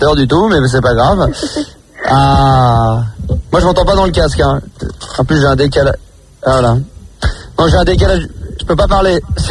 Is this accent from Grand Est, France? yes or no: no; Bordeaux, Nouvelle-Aquitaine, France; tu dis que je suis pas con, je suis de Bordeaux.